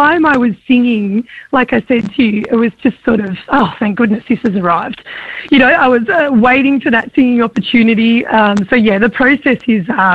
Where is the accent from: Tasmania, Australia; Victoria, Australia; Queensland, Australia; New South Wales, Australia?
Tasmania, Australia; As a kid growing up in Tassie